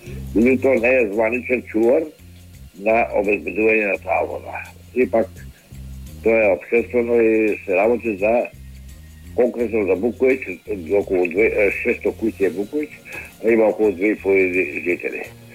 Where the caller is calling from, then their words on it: Skopje, North Macedonia; јас сум од Община Сарај.